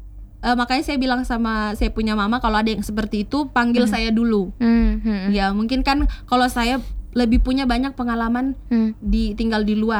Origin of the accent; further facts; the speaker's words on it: Kendari, Southeast Sulawesi, Indonesia; moved away as an adult; now in Andonohu, Kendari, Indonesia; kami baru 2 tahun tinggal di Andonohu. Saya lahir besar di Kota Lama. Anak kolam.